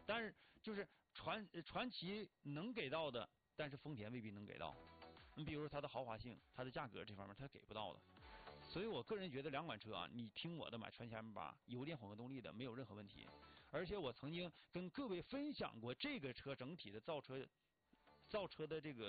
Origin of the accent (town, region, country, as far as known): Northeast China, China